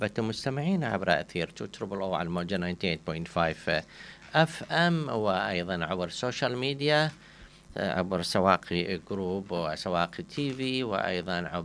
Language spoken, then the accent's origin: Arabic; Iraq; وطبعا عندنا بالعراق هم يعني في عادة سخيفة للأسف نقولها